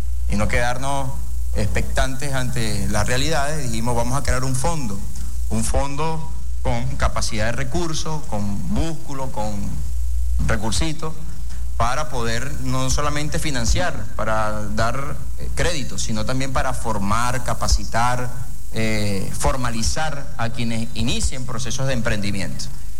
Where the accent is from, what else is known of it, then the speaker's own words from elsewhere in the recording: Maturín, Monagas, Venezuela; yo soy de Maturín, de Monagas, el mejor estado y la mejor ciudad de Venezuela.